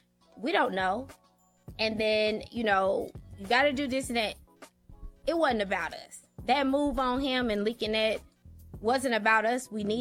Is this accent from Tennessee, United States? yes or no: yes; Tennessee, United States; I am from Tennessee. I am deep in country music.